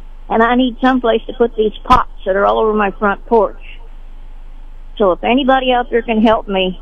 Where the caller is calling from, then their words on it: Sedalia, Missouri, United States; Okay. I'm calling from Sedalia.